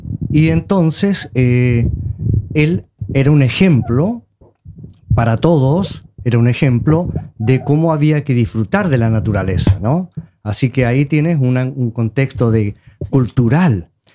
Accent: Santiago, Santiago Metropolitan Region, Chile; now in Oslo, Norway; como chileno viviendo en Santiago.

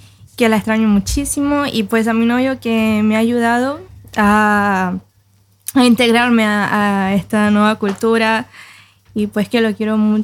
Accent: Barcelona, Anzoátegui, Venezuela; moved away as an adult; now in Norway; La ciudad se llama Barcelona.

